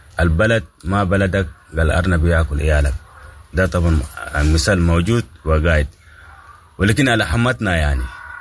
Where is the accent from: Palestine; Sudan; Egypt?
Sudan; نعم نحن قاعدين نتابع كسودانيين وفقرنا الوطن نتالب عن قضايانا